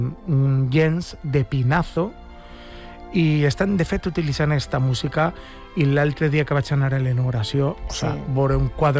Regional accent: Alzira, Valencian Community, Spain; sempre procuro dedicar una peça al meu poble, en algo que tinga que veure en Alzira.

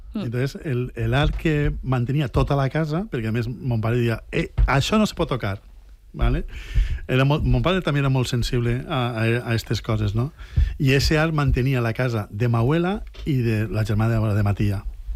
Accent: Oliva, Valencian Community, Spain; Oliva és un potencial gastronòmic. O sea, jo... amb el meu poble.

